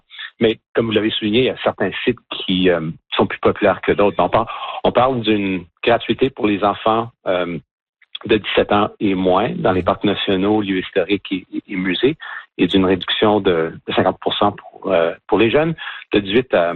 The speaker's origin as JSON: {"language": "French", "country": "Canada", "said": "puisqu'on est Canadien, ça nous appartient"}